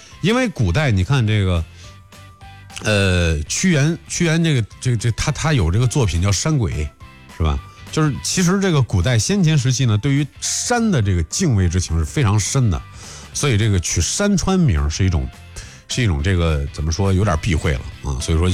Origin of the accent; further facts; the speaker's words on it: Zhengzhou, Henan, China; 咱们郑州人，